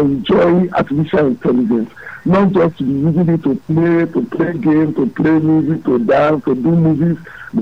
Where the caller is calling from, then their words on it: Lagos, Nigeria; I'm greeting you from Lagos, from Ogun State, from Oyo State.